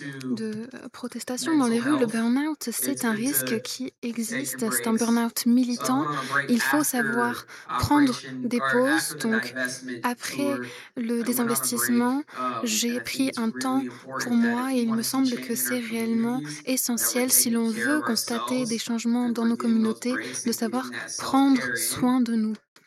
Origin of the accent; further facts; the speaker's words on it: Chiapas, Mexico; French is a second language; moi, je viens de Chiapas. C'est l'état le plus au sud du Mexique, donc à la frontière avec le Guatemala.